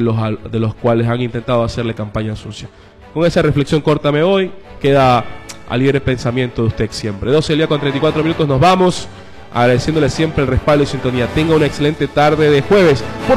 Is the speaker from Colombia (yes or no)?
no; Ecuador; todos los días me da orgullo de ser ecuatoriano.